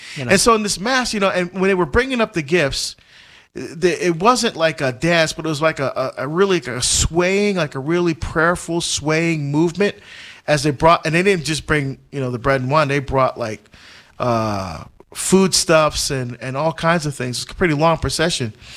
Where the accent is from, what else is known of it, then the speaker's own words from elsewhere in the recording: Barbados; born there; moved away; We're African American. See? Uh-huh. Although I'm not, I mean, I was born in Barbados